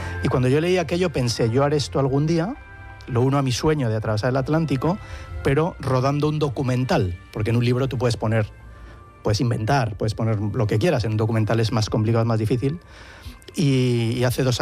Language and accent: Spanish; Bilbao, Basque Country, Spain; yo soy de Bilbao, y digo que la diferencia entre la margen derecha y la margen izquierda